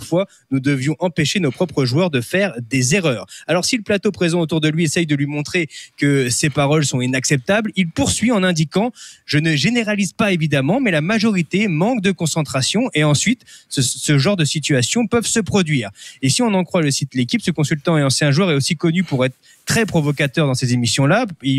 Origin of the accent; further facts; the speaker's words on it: Normandy, France; puisque chez moi en Normandie, il fait quand même 40 degrés.